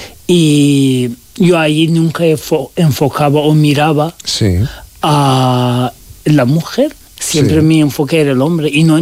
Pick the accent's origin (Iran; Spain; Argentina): Iran; Tehran, Tehran Province; tanto que yo crecí en Teherán, los años en infancia mi familia mudaron a Teherán, pero nunca tuve el valor de volver y vivir ahí